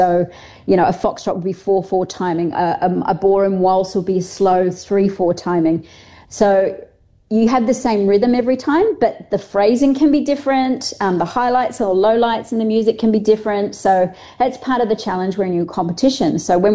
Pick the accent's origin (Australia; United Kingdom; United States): Australia; I call it lobster being Australian, or a crayfish sitting on top of it